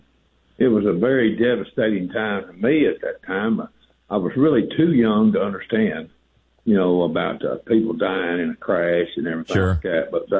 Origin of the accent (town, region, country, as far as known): Bangor, Maine, United States; born there; also born or lived in Mississippi